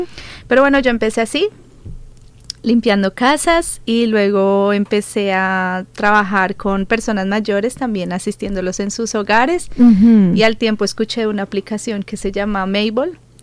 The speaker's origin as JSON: {"language": "Spanish", "region": "Bogotá", "country": "Colombia", "moved": "as an adult", "lives_now": "Australia", "said": "yo soy de Colombia, de Bogotá, llegué a Australia en noviembre, este año completo 4 años."}